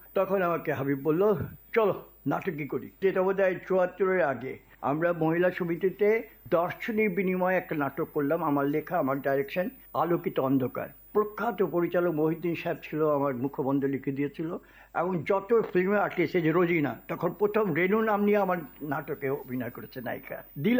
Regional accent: Narayanganj, Dhaka Division, Bangladesh; born there; also born or lived in Chittagong; শৈশবটা আমার কেটেছে নারায়ণগঞ্জে। নারায়ণগঞ্জে আমি 58 থেকে আছি, তার আগে ছিলাম চিটাগাঙে। চিটাগাঙের মিউনিসিপ্যালিটি হাই স্কুলে আমি ছোটকালে লেখাপড়া করেছিলাম ক্লাস 4 পর্যন্ত।

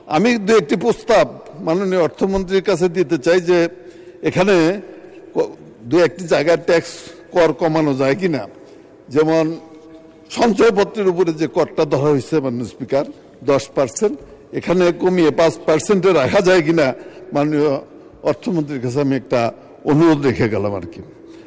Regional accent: Tangail, Dhaka Division, Bangladesh; যেহেতু টাঙ্গাইলে আমি ছোট থেকে বড় হয়েছি, কাজে এই টাঙ্গাইলে মানুষের সাথে আমার একটি সম্পর্ক আছে

